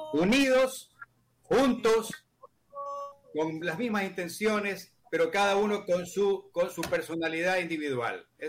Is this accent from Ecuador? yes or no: yes; Ecuador